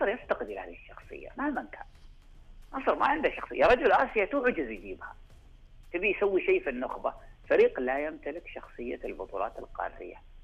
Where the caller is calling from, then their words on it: Saudi Arabia; انا سعودي